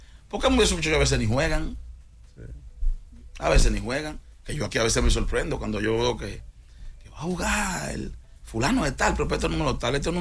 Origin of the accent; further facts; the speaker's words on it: Dominican Republic; nosotros, como República Dominicana y Latinoamérica